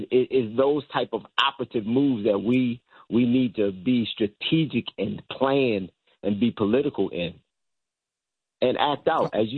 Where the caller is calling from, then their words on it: Baltimore, Maryland, United States; because I'm from Baltimore